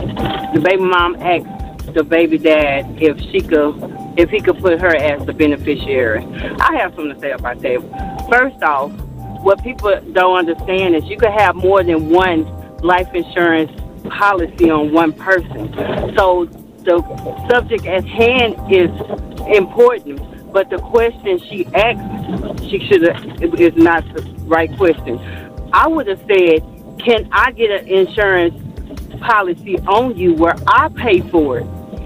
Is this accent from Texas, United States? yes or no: yes; Houston, Texas, United States; I'm from Houston, Texas.